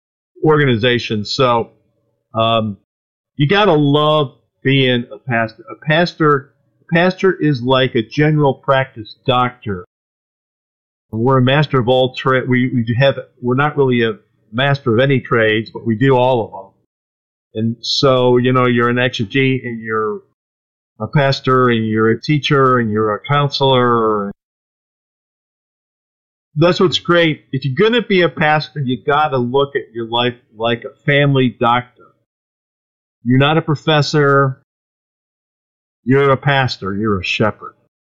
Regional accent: Ohio, United States; now in Oklahoma, United States; Oklahoma, and I grew up in Ohio, and my wife Kathy is from Texas.

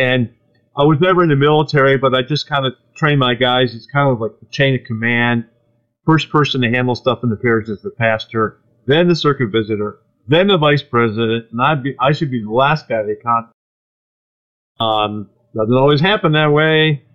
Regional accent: Ohio, United States; now in Oklahoma, United States; Oklahoma, and I grew up in Ohio, and my wife Kathy is from Texas.

